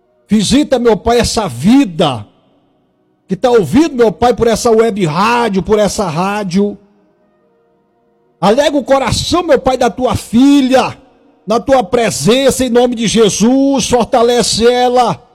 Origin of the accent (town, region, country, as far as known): Tocantins, Brazil